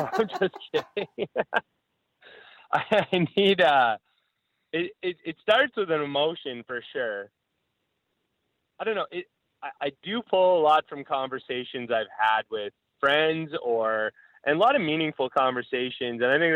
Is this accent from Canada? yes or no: yes; Delisle, Saskatchewan, Canada; I grew up in Delisle, Saskatchewan